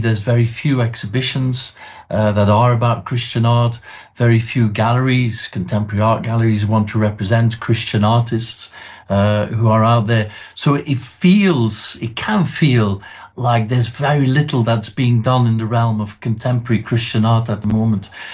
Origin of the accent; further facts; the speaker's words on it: Bruges, Flanders, Belgium; moved away as an adult; now in London, United Kingdom; So I grew up in Belgium, in Bruges, and then age 23, I came to London